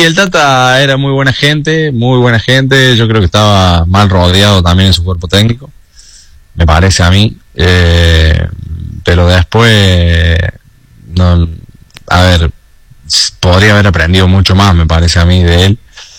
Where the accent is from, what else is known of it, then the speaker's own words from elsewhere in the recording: Córdoba, Argentina; yo soy de Córdoba